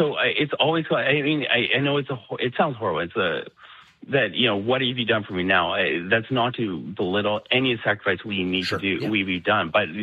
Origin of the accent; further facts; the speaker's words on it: Canada; You know, as a Canadian, we need to be, you know, working on trying to deal with the trade war